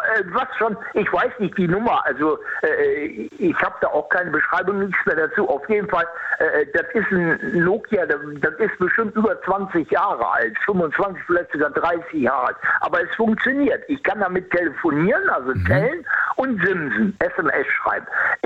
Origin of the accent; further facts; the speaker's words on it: Rhineland, Germany; Also da wäre ich rammdösig, wie man hier bei uns im Rheinland sagt.